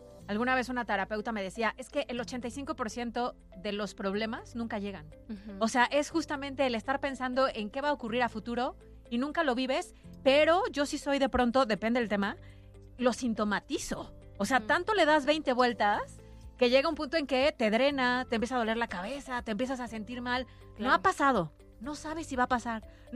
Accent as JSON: {"language": "Spanish", "country": "Mexico", "said": "los mexicanos hasta los nombres le ponemos diminutivo para que se oiga bonito."}